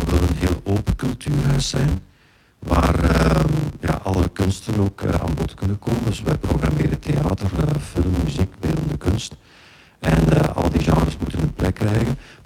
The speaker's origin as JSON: {"language": "Dutch", "town": "Herentals", "region": "Flanders", "country": "Belgium", "tie": "born or raised there", "also_born_or_lived": "Turnhout", "moved": "yes", "lives_now": "Limburg, Belgium", "said": "Ik ben in Turnhout geboren, ja. Maar ik ben opgegroeid in Herentals, Noorderwijk."}